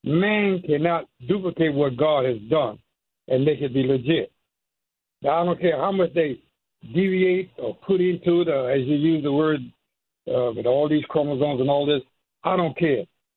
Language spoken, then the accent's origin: English; the South, United States; I'm from the South. And I know I've had milk I keep for days